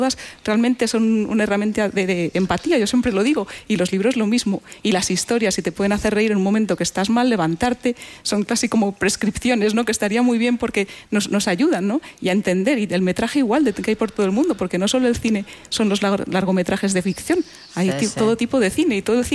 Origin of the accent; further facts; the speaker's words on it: Madrid, Community of Madrid, Spain; yo que soy de Madrid, pero ahora nos sentimos de Oroña.